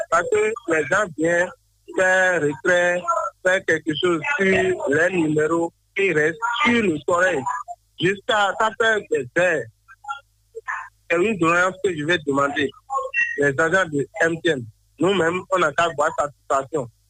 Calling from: Porto-Novo, Ouémé, Benin; je vous appelle depuis Port-Novo ce matin.

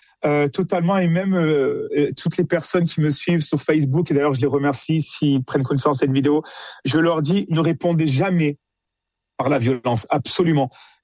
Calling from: France; Moi, avant d'être européen, je suis français aujourd'hui.

